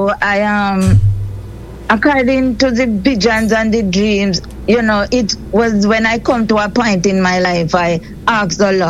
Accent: Saint Elizabeth, Jamaica; this was a time now when I was like traveling from Kingston to my home, my country, mm-hmm. St. Elizabeth.

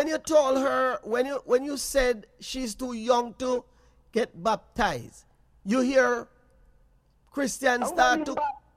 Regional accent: Jamaica; We as Jamaican parents, sometimes you find some parents say, you shouldn't stop her from baptized.

